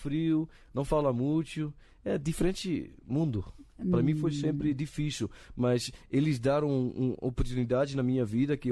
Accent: Brazil; born there; Nunca foi um segredo. Nunca foi um segredo que eu nasci no Brasil.

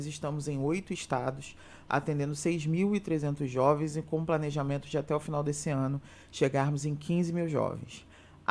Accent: São Gonçalo, Rio de Janeiro, Brazil; now in Brasília, Brazil; porque eu sou de São Gonçalo, no Rio de Janeiro, que também é uma cidade do interior.

